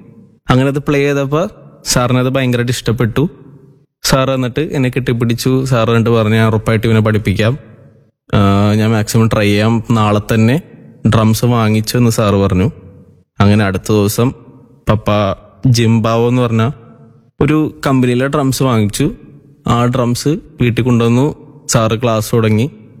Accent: Kochi, Kerala, India; ഞാൻ തോപ്പുംപടി സ്വദേശിയാണ്.

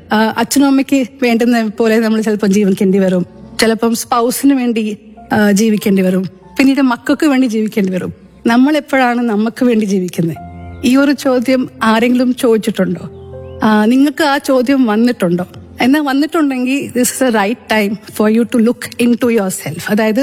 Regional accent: Bangalore, Karnataka, India; also born or lived in Kottarakkara; ഞാൻ ബാംഗ്ലൂരിലെ താമസം. ജനിച്ചത് ഇവിടെ കൊട്ടാരക്കരയിലാണ്. പക്ഷേ എന്റെ പഠിത്തം, കോളേജ്, സ്കൂൾ, ജീവിതം മൊത്തം ബാംഗ്ലൂരിലാണ്.

